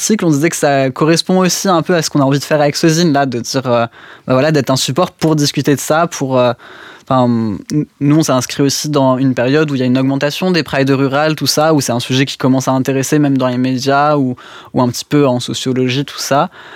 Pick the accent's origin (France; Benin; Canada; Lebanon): France; Auvergne-Rhône-Alpes; also born or lived in Lyon; moi, j'ai pas grandi dans le Nord, j'ai grandi dans l'Ain.